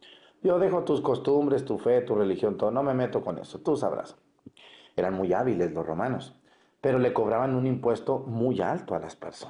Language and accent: Spanish; Mexico; Ahora imagínense que yo como mexicano tuviera aquí en mi pueblo, en mi ciudad, en mi país